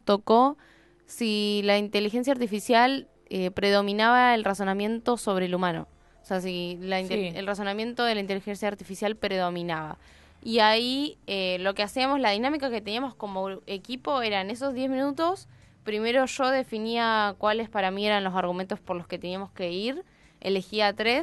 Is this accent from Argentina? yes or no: yes; Argentina